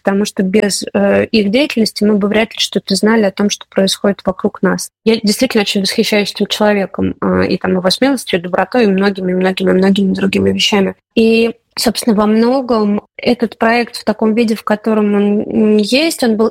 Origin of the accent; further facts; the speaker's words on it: Moscow, Russia; also born or lived in Saint Petersburg; мы росли в Москве и Петербурге, там нет как бы культуры этой вообще.